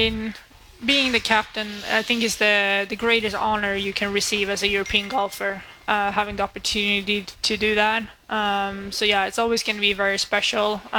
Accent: Sweden; moved away; I know there was a lot of people from my hometown in Sweden who came

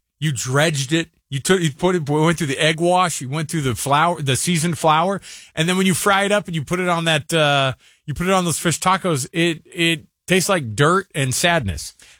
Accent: the South, United States; now in Utah, United States; I grew up in the South enough too

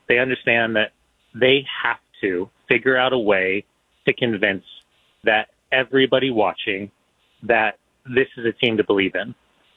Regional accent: United States

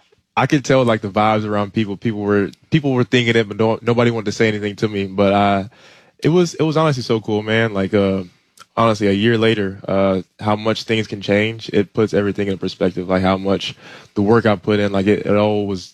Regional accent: Mobile, Alabama, United States; I'm originally from Mobile, Alabama.

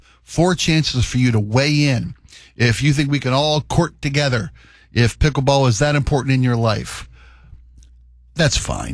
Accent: Baltimore, Maryland, United States; now in Seattle, United States; I was born in the state of Maryland.

